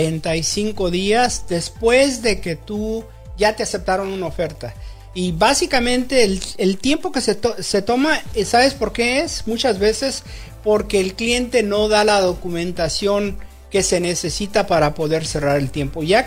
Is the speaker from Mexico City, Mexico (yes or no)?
yes; Mexico City, Mexico; moved away; yo soy de una ciudad, dicen que soy chilango, pero yo no sé.